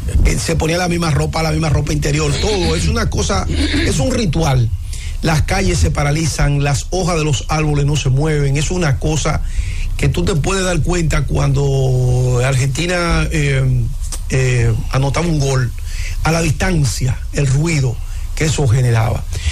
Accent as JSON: {"language": "Spanish", "country": "Dominican Republic", "said": "Yo la pondero como dominicano"}